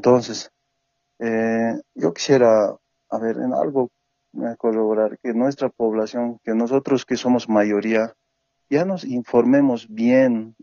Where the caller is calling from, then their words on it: Viacha, La Paz, Bolivia; de municipio de Viacha, departamento de La Paz.